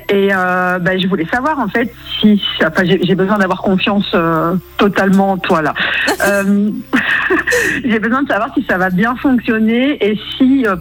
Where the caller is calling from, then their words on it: Auvergne-Rhône-Alpes, France; je suis en Isère